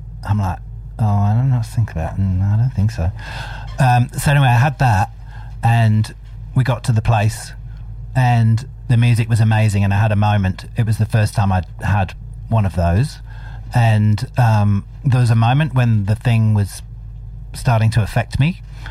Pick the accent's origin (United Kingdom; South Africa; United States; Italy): United Kingdom; Nottingham, East Midlands; moved away as an adult; also born or lived in Scunthorpe; I'm from Nottingham.